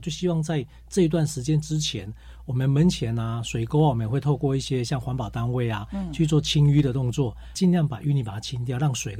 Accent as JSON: {"language": "Chinese", "region": "Pingtung County", "country": "Taiwan", "moved": "yes", "lives_now": "Taipei, Taiwan", "said": "我屏东人。"}